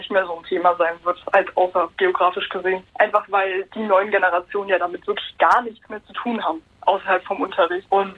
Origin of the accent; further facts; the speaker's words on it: Germany; Ich bin halt aus Deutschland. Das ist so alles, was ich mit meiner Herkunft verbinden würde.